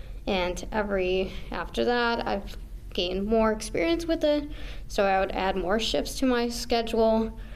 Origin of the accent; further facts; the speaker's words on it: New Berlin, Wisconsin, United States; moved away as an adult; I am from New Berlin, Wisconsin, so I'm more south of Wisconsin, so I'm not familiar with the area still.